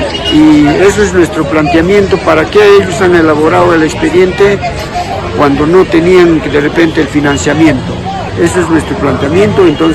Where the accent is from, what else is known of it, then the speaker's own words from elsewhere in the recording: Mazamari, Junín, Peru; Vengo del distrito de Mazamari, soy de un centro poblado, se llama Santa Rosa de Viña del río Pangá. Soy alcalde de ese lugar.